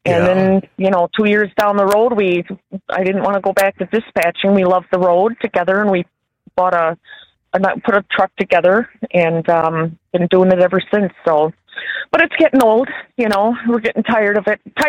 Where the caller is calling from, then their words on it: Florida, United States; we hail from Florida